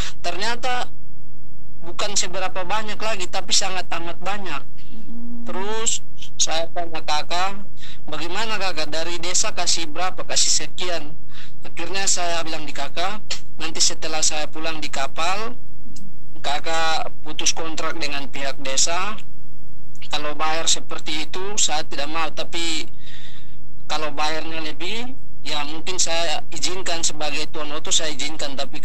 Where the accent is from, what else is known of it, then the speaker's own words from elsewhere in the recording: Alor, East Nusa Tenggara, Indonesia; kalau kita orang Alor bilang oto